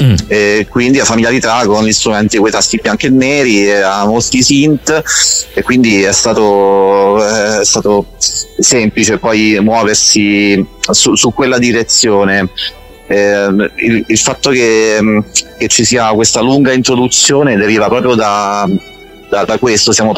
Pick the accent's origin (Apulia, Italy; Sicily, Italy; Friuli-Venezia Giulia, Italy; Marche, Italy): Marche, Italy; Ascoli Piceno; Ma io sono di Ascoli Piceno, quindi la provincia che confina, delle Marche, che confina con l'Abruzzo.